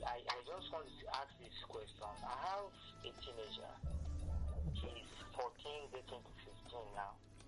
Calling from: Ikeja, Lagos, Nigeria; calling you from Ikeja.

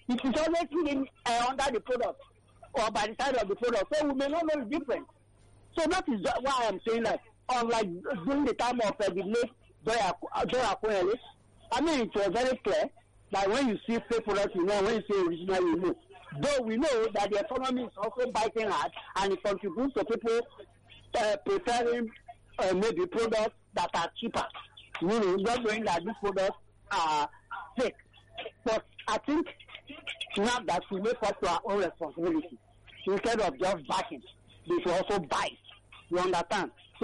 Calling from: Nigeria; I'm calling from Abang again

